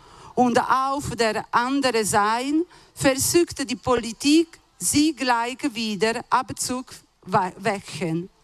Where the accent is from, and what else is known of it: Italy; now in Switzerland